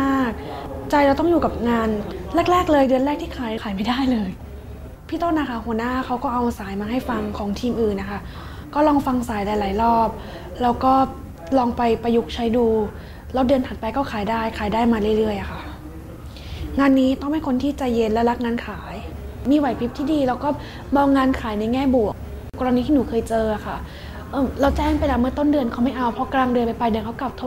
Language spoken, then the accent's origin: Thai; Phitsanulok, Thailand; now in Bangkok, Thailand; บ้านเกิดอยู่ที่พิษณุโลกค่ะ